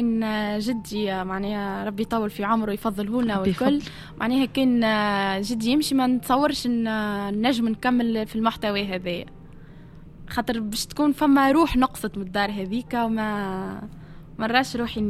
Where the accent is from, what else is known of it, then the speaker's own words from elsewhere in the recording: Tunisia; راهو بابا جزيري وامي تونسيه، اما انا عايشه في تونس وولدت في تونس وكبره في تونس.